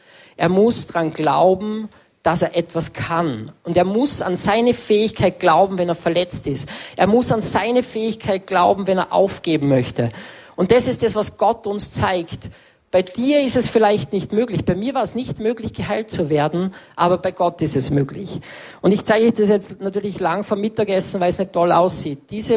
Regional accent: Salzburg, Austria; Und bei uns in Salzburg hat es so eine Villenreihe gegeben.

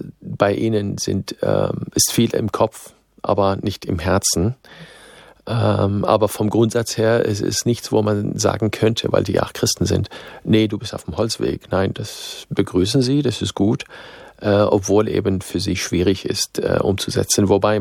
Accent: Syria; now in Germany; Also ich bin in Syrien geboren, aufgewachsen, ich habe armenische Vorfahren, also ich habe den Zugang zur arabischen Welt, zur islamischen Welt, zur armenischen Welt, bin nach Deutschland gekommen.

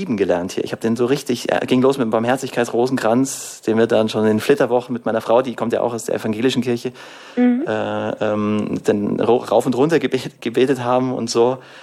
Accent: Bavaria, Germany; accent: Upper Palatinate dialect (Oberpfälzisch); first language Upper Palatinate dialect (Oberpfälzisch); Meine Mama kommt aus der Oberpfalz. Oberpfälzisch ist meine Muttersprache.

